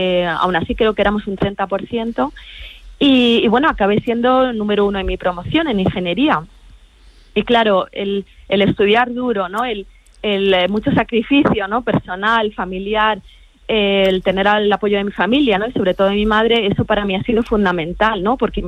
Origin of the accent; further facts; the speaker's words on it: Madrid, Community of Madrid, Spain; Lo cierto es que, bueno, yo soy de Madrid